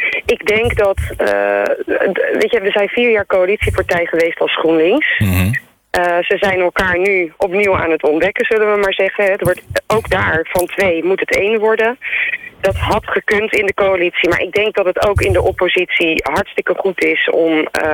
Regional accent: Dordrecht, South Holland, Netherlands; Ik ben een Dordtenaar, geboren en getogen.

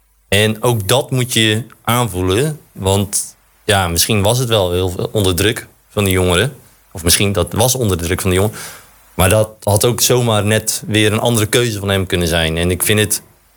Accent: Dordrecht, South Holland, Netherlands; ik voel me wel echt een Dordtenaar. Ik ben echt een Dordtofiel

